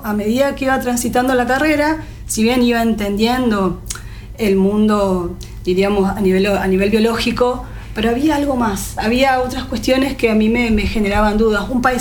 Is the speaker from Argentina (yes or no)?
yes; Concepción del Uruguay, Entre Ríos, Argentina; born there; moved away as an adult; now in Corrientes, Argentina; yo no soy de Corrientes, nací en la provincia de Entre Ríos, en Concepción del Uruguay, y ahí yo empecé a estudiar un profesorado en biología.